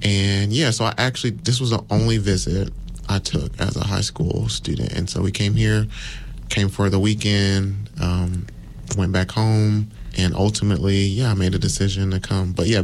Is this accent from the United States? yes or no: yes; Georgia, United States; hey, you're from Georgia, I'm from Georgia, we can kind of connect.